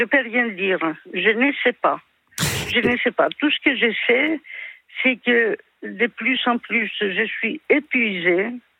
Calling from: Paris, Île-de-France, France; j'habite à Paris.

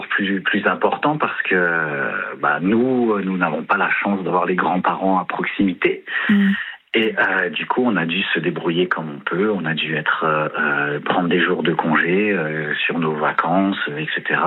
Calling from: Grand Est, France; Moi, j'habite en Alsace, dans le Bas-Rhin.

